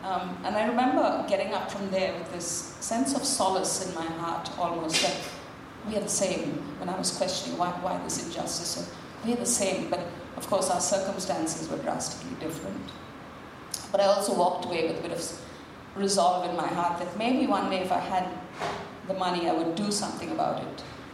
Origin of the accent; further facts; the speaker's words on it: Mumbai, Maharashtra, India; I come from India. I grew up in a really small, very small connected neighborhood on the outskirts of Mumbai in a little suburb called Chembur.